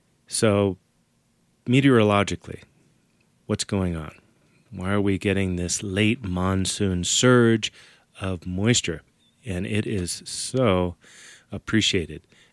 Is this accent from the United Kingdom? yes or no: no; California, United States; I grew up in California where we definitely had landslides.